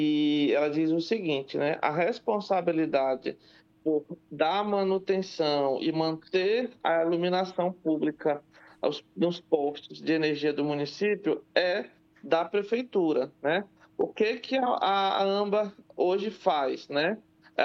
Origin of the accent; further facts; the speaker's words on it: Tabatinga, Amazonas, Brazil; eu sou de Tabatinga